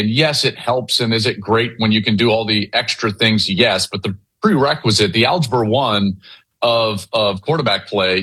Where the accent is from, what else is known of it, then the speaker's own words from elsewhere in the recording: Denver, Colorado, United States; I'm from Denver. We can root for the Broncos.